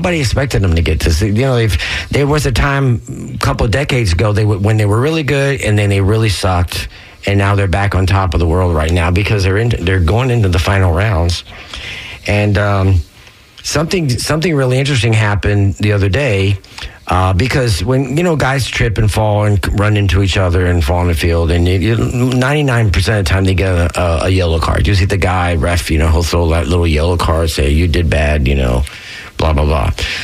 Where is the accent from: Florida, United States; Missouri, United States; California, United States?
Florida, United States; Tampa; growing up in Florida or Tampa, or whatever, you know, football's always been king here